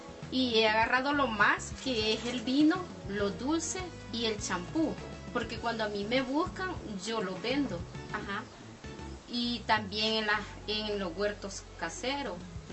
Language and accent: Spanish; Alegría, Usulután, El Salvador; soy de San Juan 1, de Alegría.